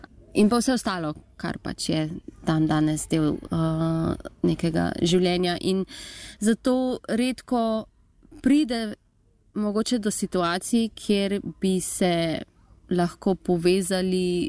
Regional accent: Ljubljana, Central Slovenia, Slovenia; moved away as an adult; now in Graz, Austria; in prihajam iz Ljubljane. V Grad sem prvič prišla na Erasmus študij, prevajalstvo.

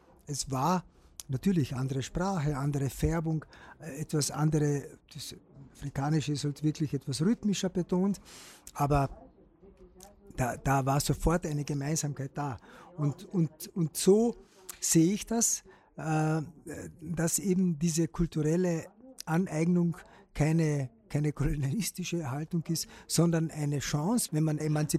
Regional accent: Bleiburg, Carinthia, Austria; ich bin ja in einer Zeit aufgewachsen in Jauntal, in Bodjuna, also in der Gegend um Bleiberg, wo das alles andere als entspannt war.

